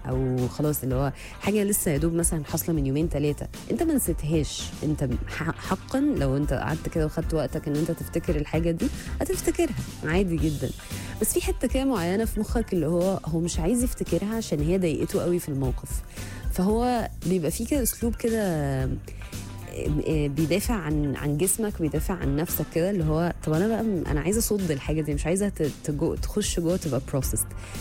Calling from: Syria; صباح الخير، … من سوريا، ممكن اعرف بحرف العين برضو؟

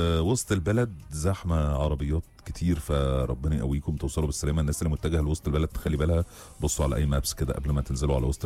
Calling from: Faiyum, Faiyum Governorate, Egypt; من الفيوم، قلت اسلم عليكم قبل ما اروح الدرس

